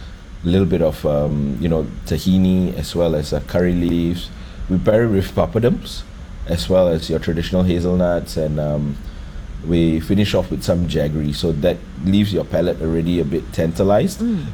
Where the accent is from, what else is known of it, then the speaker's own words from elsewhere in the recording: Singapore; As a Singaporean and a Punjabi, I've grown up with multiple food cultures existing together quite naturally.